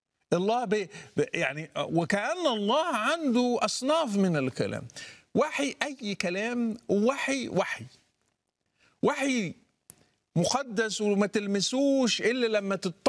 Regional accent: Morocco; بس إحنا كمغاربة هتلاقي في المغرب اللي بيسمى المغرب العربي ما بنعترفش بالإعجام

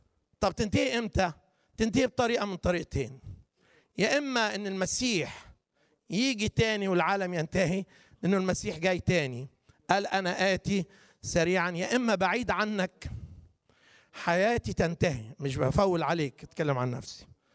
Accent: Upper Egypt, Egypt; عندنا في الصعيد

